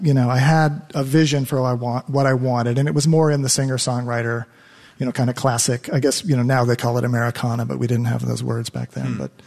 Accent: Eugene, Oregon, United States; born there; I was born here in Eugene, and they have open adoption records in Oregon.

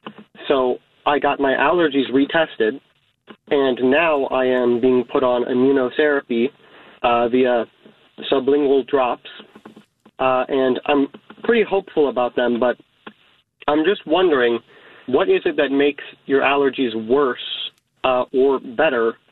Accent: Northwoods, Wisconsin, United States; So I've been growing up in the Northwoods my whole life

